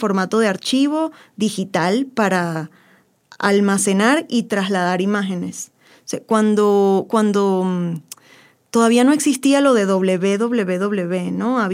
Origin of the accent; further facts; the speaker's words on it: Venezuela; ¿cómo te sientes tú como venezolana? Es como, sí, ok, yo padezco este contexto